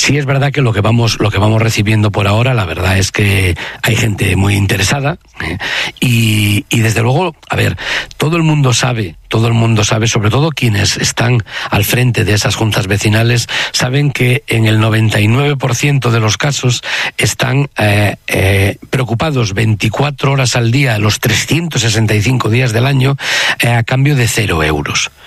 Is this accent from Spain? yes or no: yes; El Bierzo, Castile and León, Spain; para mí, que soy del Bierzo